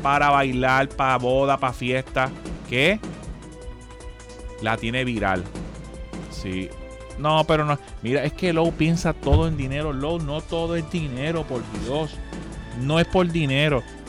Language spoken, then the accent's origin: Spanish; Quebradillas, Puerto Rico; Yo me acuerdo de mi pueblo de Quebradillas, me acuerdo de los barrios.